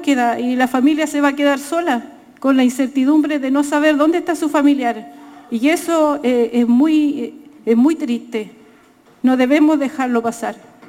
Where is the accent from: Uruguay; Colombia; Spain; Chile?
Chile; La solidaridad entre nosotros como mapuches chilenos que estamos en resistencia es lo principal para llevar adelante esto